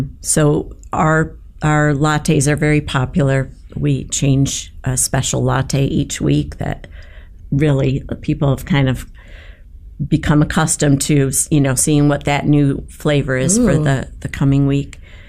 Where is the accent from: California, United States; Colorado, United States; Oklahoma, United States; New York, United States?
New York, United States; Syracuse; We were both born and raised in the Valley. Mm-hmm. of Syracuse.